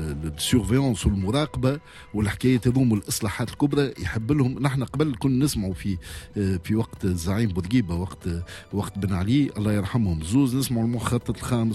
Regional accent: Tunisia; نحن كدوله تونسيه

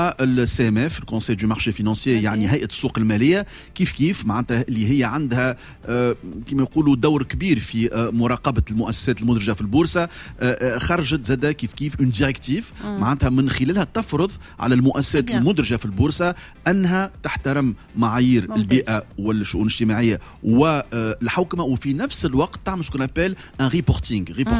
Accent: Tunisia

